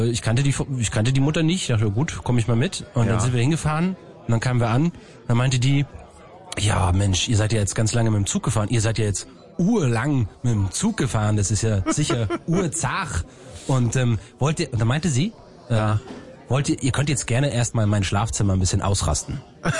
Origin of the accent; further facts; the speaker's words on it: Bavaria, Germany; born there; weil ich bin ja mit meiner Geburt gegen meinen Willen in Bayern